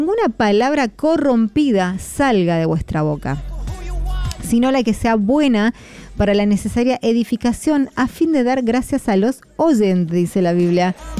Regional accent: Argentina; Es triste, lo tengo que, soy argentina, pero tengo que decir que los argentinos somos muy mal hablados.

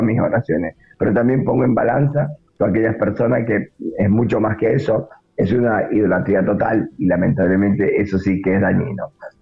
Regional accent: Argentina; soy argentino y me gusta que Argentina gane

